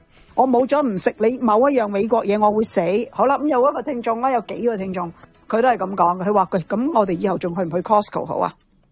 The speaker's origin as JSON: {"language": "Cantonese", "country": "Canada", "said": "呢个心态咧就系而家我哋加拿大人要团结啦。"}